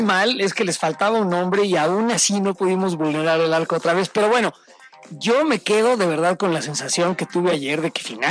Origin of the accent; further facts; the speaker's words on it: Mexico; somos los mexicanos y la verdad, los ojetes que nos gobiernan son los que nos dividen.